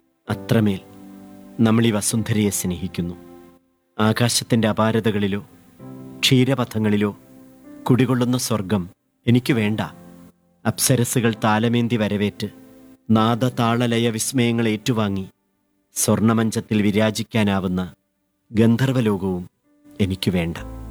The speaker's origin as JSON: {"language": "Malayalam", "town": "Vellanad", "region": "Kerala", "country": "India", "tie": "born or raised there", "said": "അദ്ദേഹം ജനിച്ച നാട്ടിലാണ് ഞാനും ജനിച്ചത്, വളർന്നത്."}